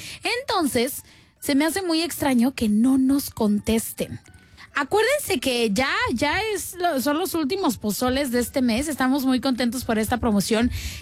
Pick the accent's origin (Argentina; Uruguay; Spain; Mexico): Mexico; Porque somos mexicanos.